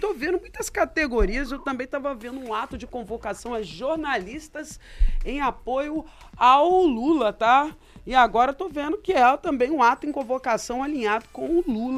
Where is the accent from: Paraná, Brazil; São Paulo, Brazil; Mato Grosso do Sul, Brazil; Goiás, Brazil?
São Paulo, Brazil; Santos; born there; now in Arraial do Cabo, Brazil; Eu nasci em Santos